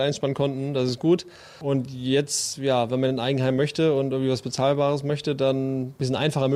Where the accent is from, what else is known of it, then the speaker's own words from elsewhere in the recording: Duderstadt, Lower Saxony, Germany; also born or lived in Munich; Ja, ich bin gebürtiger Duderstädter, wollte eigentlich nicht zurück, weil ich habe 10 Jahre jetzt in München gewohnt, habe da auch meine Frau kennengelernt Eigentlich wollten wir nie zurück und dann hat mich die Arbeit nach Göttingen wieder getrieben.